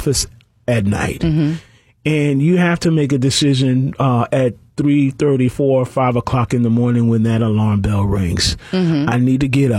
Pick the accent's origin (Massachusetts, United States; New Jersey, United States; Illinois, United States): New Jersey, United States; Asbury Park; born or raised there; now in Charlotte, United States